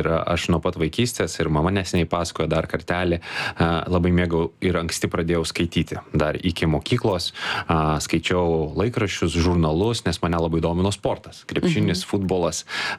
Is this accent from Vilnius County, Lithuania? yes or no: yes; Vilnius, Vilnius County, Lithuania; Tai mano vaikystė Vilniuje, Pašilaičių mikrorajone buvo labai susieta su lauku ir kiemu.